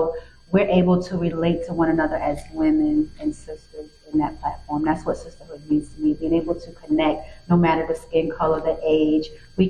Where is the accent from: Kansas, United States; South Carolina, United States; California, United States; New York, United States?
South Carolina, United States; Growing up in South Carolina and growing up around strong women such as my grandmother and my mother.